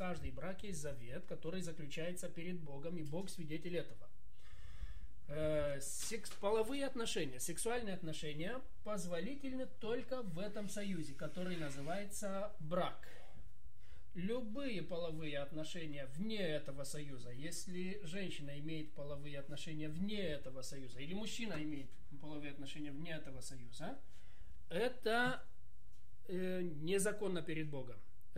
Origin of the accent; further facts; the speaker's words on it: Moldova; Здравствуйте, друзья! Я пастор из Молдовы.